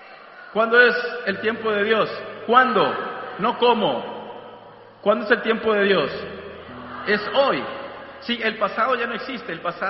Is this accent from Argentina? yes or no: no; McAllen, Texas, United States; nosotros venimos desde el estado de Texas, ahí desde McAllen, junto en la frontera diócesis de Brownsville.